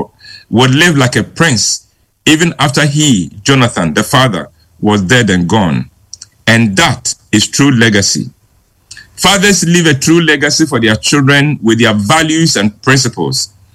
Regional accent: Kumasi, Ashanti, Ghana; Well, I grew up in Kumasi in the 50s and 60s when there were real rich men around.

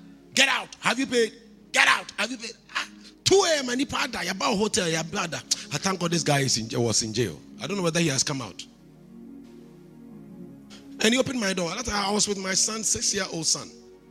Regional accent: Kumasi, Ashanti, Ghana; I come from Kumasi.

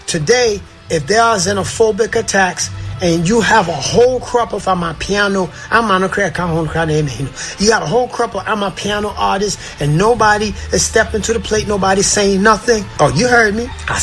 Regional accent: Ghana; I am Ghanaian.

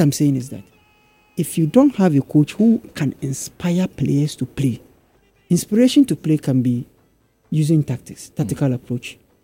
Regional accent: Ghana

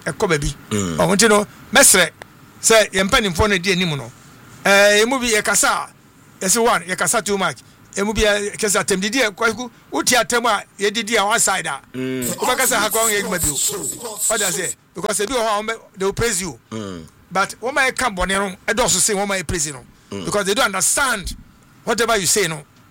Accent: Ghana; I'm from Ghana.

